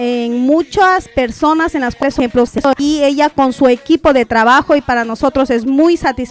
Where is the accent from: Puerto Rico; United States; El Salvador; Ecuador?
Ecuador; nos enorgullece decir que somos ecuatorianos, que somos latinos para el mundo.